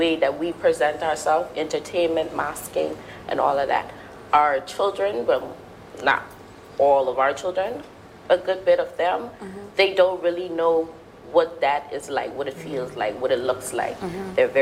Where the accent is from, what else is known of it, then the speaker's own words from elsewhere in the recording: Cockburn Town, Turks & Caicos Islands; moved away; also born or lived in Providenciales; I was born and raised in Grand Turk